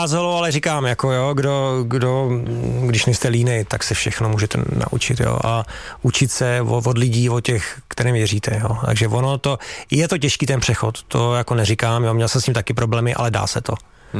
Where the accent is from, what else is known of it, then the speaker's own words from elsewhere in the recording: Hradec Králové, Hradec Králové Region, Czechia; also born or lived in Havlíčkův Brod; já jsem vyrůstal v Hradci, narodil jsem se v Brodě, ale hrál jsem za Duklu Jihlava